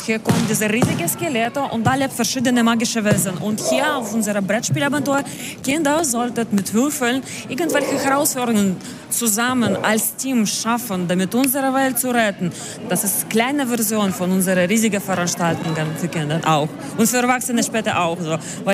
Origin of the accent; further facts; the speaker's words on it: Ukraine; German is a second language; moved away as an adult; now in Germany; Wir sind aus der Ukraine